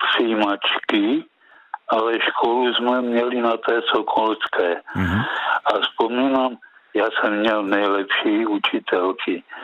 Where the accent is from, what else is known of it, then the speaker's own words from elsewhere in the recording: Strážnice, South Moravian Region, Czechia; born there; moved away; also born or lived in Brno; kdy jsem se narodil ve Strážnici.